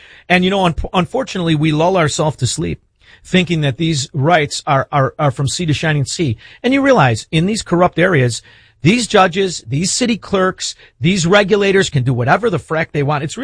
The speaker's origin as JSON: {"language": "English", "town": "Chicago", "region": "Illinois", "country": "United States", "said": "But I always knew, I'm from Chicago, I always knew what the IRS Gestapos were"}